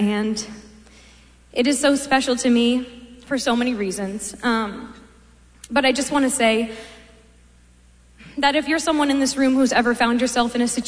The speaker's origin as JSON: {"language": "English", "town": "Charleston", "region": "South Carolina", "country": "United States", "moved": "as an adult", "lives_now": "Nashville, United States", "said": "When I moved to Nashville from Charleston, South Carolina, 9 years ago, almost to this day, actually"}